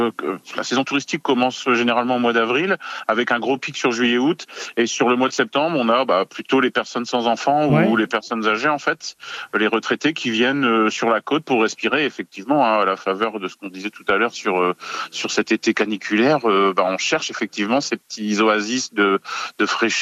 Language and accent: French; Hauts-de-France, France; Moi, je suis originaire du Nord.